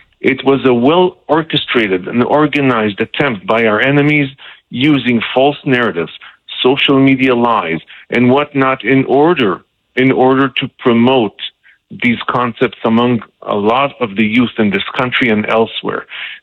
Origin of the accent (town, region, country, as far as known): Israel; moved away as an adult; now in United States